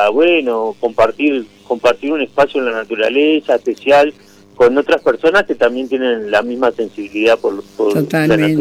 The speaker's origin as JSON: {"language": "Spanish", "region": "Montevideo", "country": "Uruguay"}